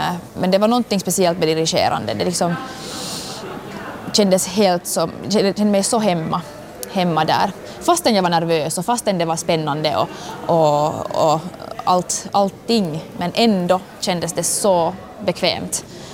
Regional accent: Helsinki, Uusimaa, Finland; Jag är dirigent, kommer från Helsingfors och lever livet.

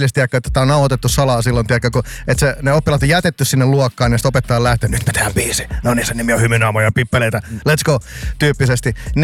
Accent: Kotka, Kymenlaakso, Finland; now in Turku, Finland; Silloin, kun mä muutin aikanaan pois himasta, niin mä muutin toiseen kaupunkiin, mä muutin Kotkasta Turkuun.

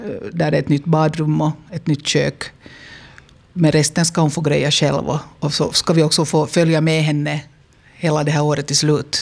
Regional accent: Hanko, Uusimaa, Finland; also born or lived in Bromarv; now in Tenala, Finland; dit kom jag då sen att flytta med mina föräldrar. Så att jag är uppvuxen i Hange och har gått i skola där.

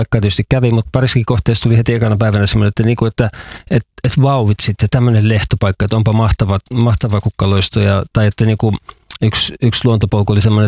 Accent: Vantaa, Uusimaa, Finland; now in Kainuu, Finland

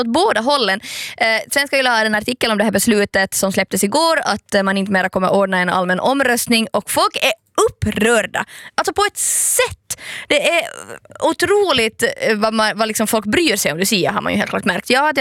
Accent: Ostrobothnia, Finland; jag är ju uppvuxen i Österbotten.

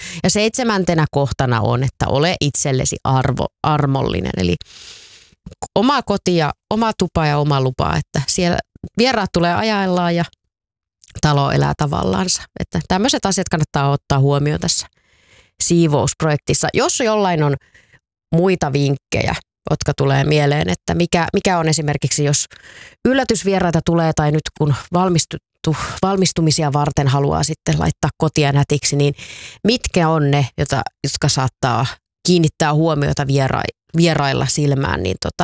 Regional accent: Tampere, Pirkanmaa, Finland; toimittajaksi jonnekin pois kotikaupungistani Tampereelta

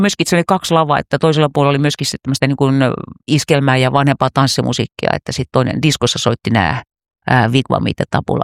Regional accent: Juva, Southern Savonia, Finland; Eli mä oon ollut Juvalla, mistä mä olen kotoisin, niin se oli semmoinen legendaarinen tanssilava

